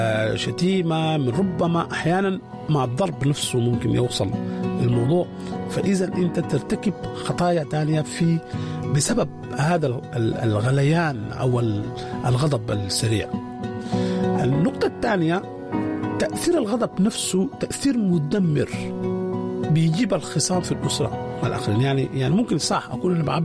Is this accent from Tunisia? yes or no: no; Sudan; وعندنا في السودان يقول زول ده أحمقنجي